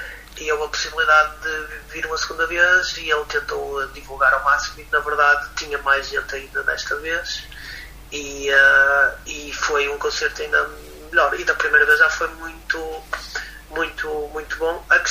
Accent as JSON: {"language": "Portuguese", "town": "Barcelos", "region": "Braga", "country": "Portugal", "said": "Sobretudo no norte de Portugal há essa sensibilidade. Eu sou de Barcelos, Braga."}